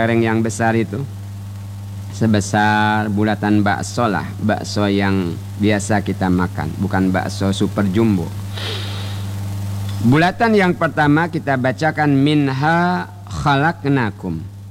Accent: Bangka Belitung Islands, Indonesia; kata kita orang Bangka

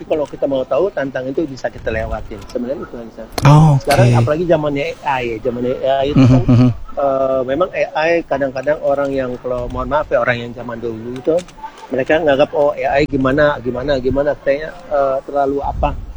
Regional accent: Manado, North Sulawesi, Indonesia; Iya, betul. Kita dari Manado.

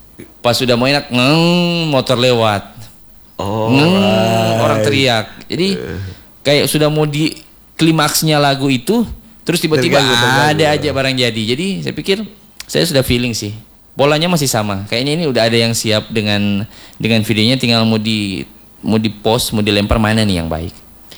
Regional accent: Manado, North Sulawesi, Indonesia; Sebenarnya bilang ngelogatnya ini udah campur aduk karena kan kita Manado kan, artinya basic kita kan Manado.

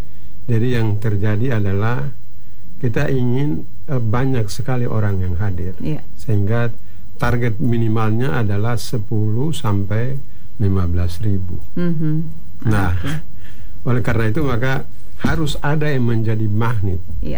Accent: Fakfak, West Papua, Indonesia; kita orang Fakfak

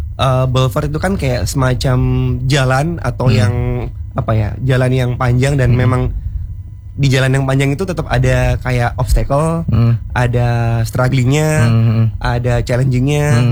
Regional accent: Surabaya, East Java, Indonesia; Sebenarnya kalau National itu kita juga berasal dari Indonesia, dari Surabaya.

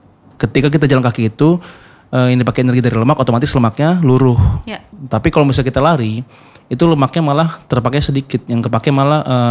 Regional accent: Bekasi, West Java, Indonesia; Saya kan asal Bekasi ya.

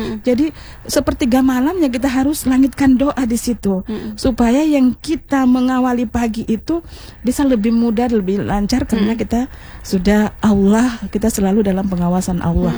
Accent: Southeast Sulawesi, Indonesia; Memang saya suku Munan tapi kita besar di sini. Dan saya itu lebih banyak menguasai bahasa-bahasa lagu-lagu daerah Tolaki.

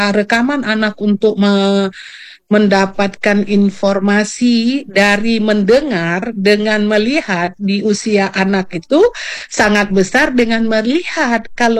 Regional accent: Aceh, Indonesia; kalau kita lihat dalam konsepsi kita sebagai orang Aceh ya khususnya ya

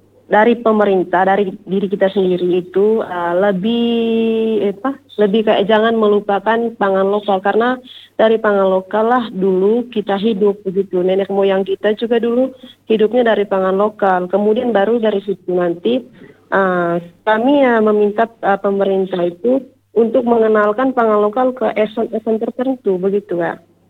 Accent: East Nusa Tenggara, Indonesia; kami orang Manggarai kak, orang Manggarai Barat.

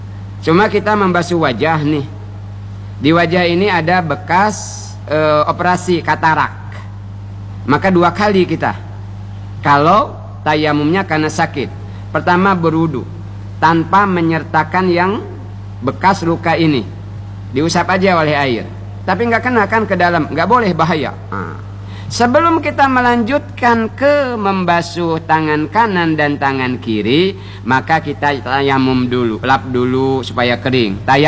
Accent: Bangka Belitung Islands, Indonesia; kata kita orang Bangka

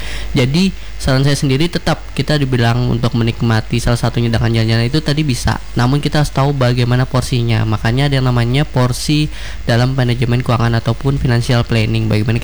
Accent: Palangka Raya, Central Kalimantan, Indonesia; Ada beberapa dari daerah, namun kan saya juga dari Palangka.

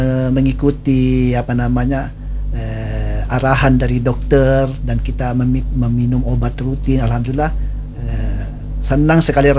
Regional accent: Bone, South Sulawesi, Indonesia; Kami juga khususnya Bone, orang Bone

